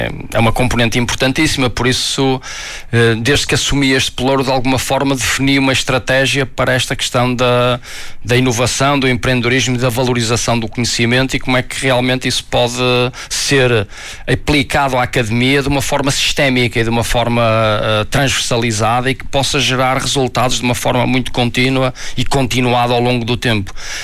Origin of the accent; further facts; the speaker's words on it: Braga, Norte, Portugal; sou aqui de Braga